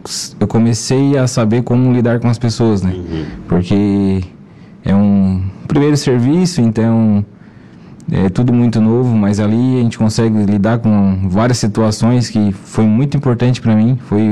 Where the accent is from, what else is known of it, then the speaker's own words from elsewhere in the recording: Araranguá, Santa Catarina, Brazil; eu nasci aqui, fui criado na Cidade Alta ali, né? Estudei no Maria Garcia Pesce. Fiquei ali até meus 12 anos, até o falecimento da minha mãe. E depois dali a gente foi morar na Uruçanguinha